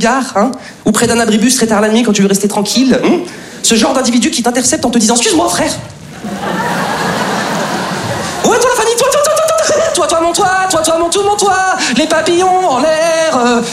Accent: Lyon, Auvergne-Rhône-Alpes, France; moved away as an adult; now in Paris, France; Bon, comme beaucoup d'entre vous les amis, je suis originaire de province, je suis originaire de Lyon. Et c'est vrai qu'avant de m'installer sur Paris, j'avais des petites appréhensions sur cette ville, tu vois.

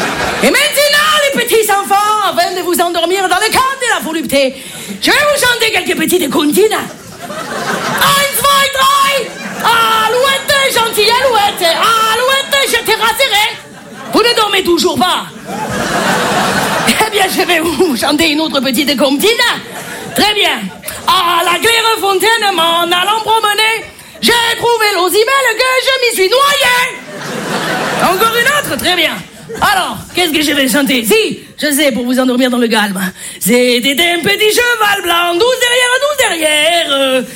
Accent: Marseille, Provence-Alpes-Côte d'Azur, France; accent: Marseille; Ah, je m'y connais en accent, hein. Je suis marseillaise. Je peux tout jouer, tout.

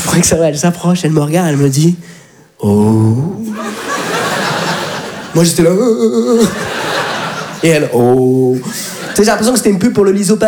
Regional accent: France; Je lui dis, mais papa, mais on est de France.

